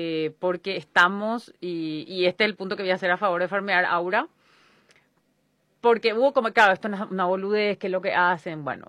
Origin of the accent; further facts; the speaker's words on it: Paraguay; siempre decimos como paraguayo y paraguaya